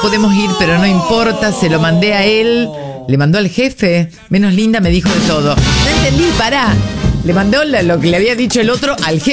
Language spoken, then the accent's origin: Spanish; Rosario, Santa Fe, Argentina; Soy de Rosario, me tocó en el grupo de WhatsApp del colegio.